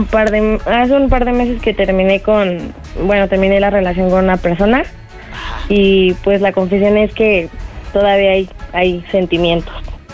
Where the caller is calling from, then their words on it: Venustiano Carranza, Mexico City, Mexico; De la Venustiano Carranza.